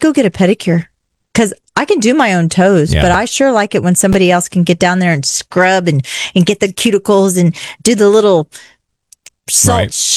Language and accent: English; Rio Grande Valley, Texas, United States; now in Austin, United States; I'm from the Rio Grande Valley